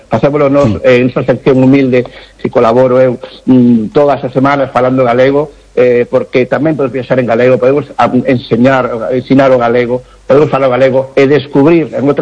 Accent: Galicia, Spain; pero se usted é portugués, non, son galego, estou unha beiriña e tal.

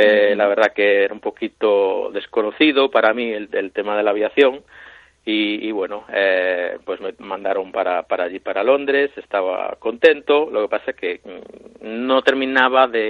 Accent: Ponferrada, Castile and León, Spain; also born or lived in Ferrol / Narón; Mis padres somos todos gallegos, pero bueno, mis padres querían que naciera allí y eso fue la decisión que tomaron. Pero bueno, yo estuve viviendo en Ponferrada hasta los 16 años, en los que nos mudamos de vuelta para Narón

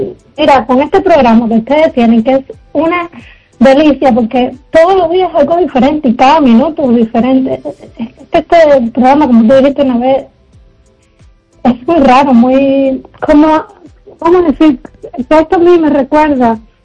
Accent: Cuba; now in Spain; Yo recuerdo haber escrito con mi familia en las amistades después que me fui de Cuba, 30 años y pico de estar

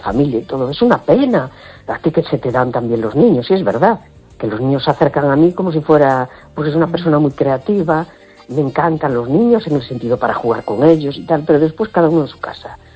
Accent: A Coruña, Galicia, Spain; Perdón, ay … de la Coruña.

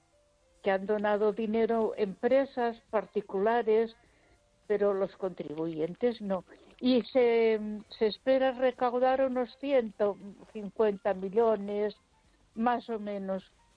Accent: Barcelona, Catalonia, Spain; Yo me crié en la Avenida Gaudí, que está muy cerquita de la Sagrada Familia.

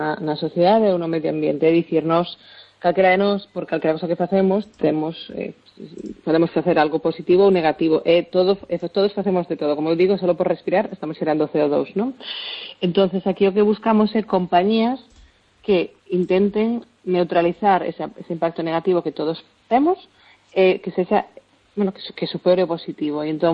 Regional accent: Galicia, Spain

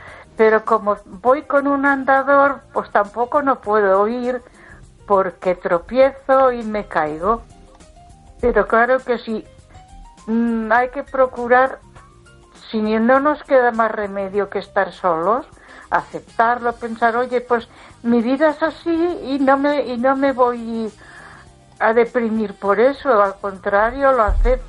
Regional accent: Ponferrada, Castile and León, Spain; de Ponferrada, ¿cómo estás?

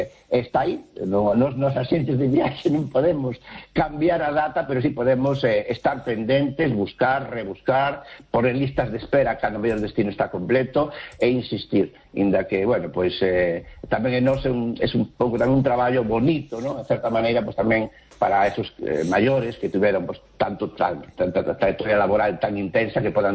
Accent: Galicia, Spain; isto tamén enriquece non só a nós, sino tamén a donde vamos nós tamén como galegos.

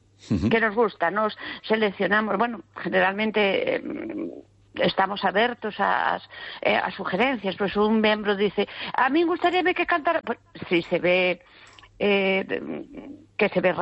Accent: Madrid, Community of Madrid, Spain; Galician is a second language; now in Galicia, Spain; castelán, porque claro, eu son madrileña, ya ves que meu castrapo é

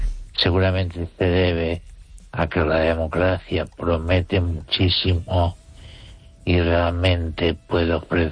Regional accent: Spain; Y no quiero ser recordado como una persona hecha cosa, sino como un español que razona.

